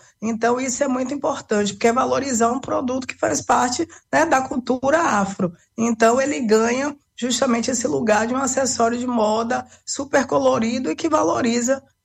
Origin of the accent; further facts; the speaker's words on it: Madalena, Ceará, Brazil; Então, eu venho de Madalena, filha de Dona Estelita, que era costureira